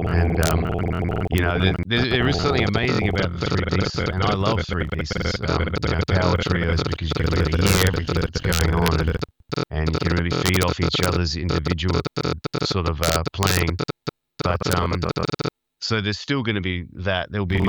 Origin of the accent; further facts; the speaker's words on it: Adelaide, South Australia, Australia; Then my hometown, Adelaide, Governor Hindmarsh on the 28th of November.